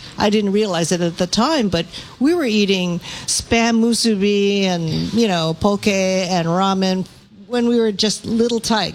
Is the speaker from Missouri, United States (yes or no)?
no; Hawaii, United States; now in Seattle, United States; growing up in Hawaii